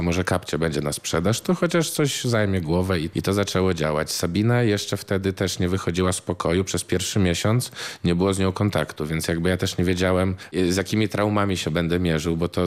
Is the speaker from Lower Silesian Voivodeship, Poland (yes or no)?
no; Białystok, Podlaskie Voivodeship, Poland; w którym ja się wychowywałem jako dziecko w Białymstoku.